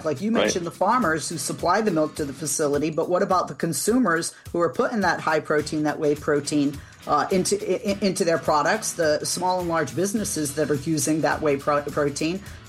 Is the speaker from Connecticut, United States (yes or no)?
no; Boston, Massachusetts, United States; And I lived there in the summer. But I got to tell you, and I'm from Boston